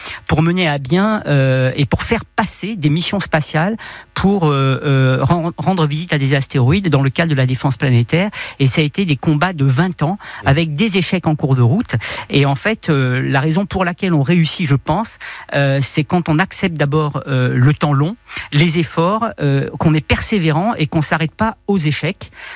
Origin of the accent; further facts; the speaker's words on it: Saint-Tropez, Provence-Alpes-Côte d'Azur, France; born there; Moi je suis né à Saint-Tropez, hein, et j'étais pas nécessairement voué à faire une carrière scientifique